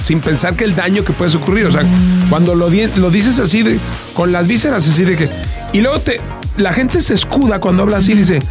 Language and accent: Spanish; Monterrey, Nuevo León, Mexico; Yo soy de Monterrey, los de Monterrey sí hablamos.